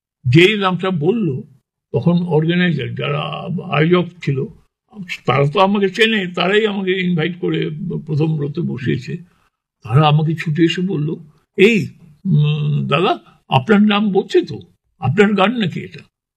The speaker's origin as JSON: {"language": "Bangla", "country": "India", "said": "তো তখন আমি ইন্ডিয়ান ছাত্র, মানে সানন্দে সাগ্রহে সই করলাম তাড়াতাড়ি করে"}